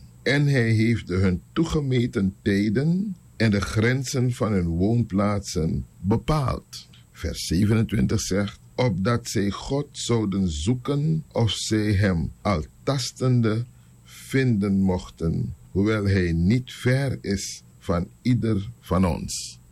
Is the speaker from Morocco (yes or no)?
no; Suriname; born there; Wij zijn in Suriname geboren. En onze voorouders ook.